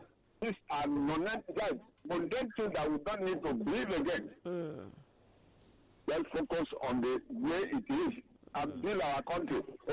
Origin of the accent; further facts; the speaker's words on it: Nigeria; I'm a Nigerian. Wherever I find myself, I'm a Nigerian.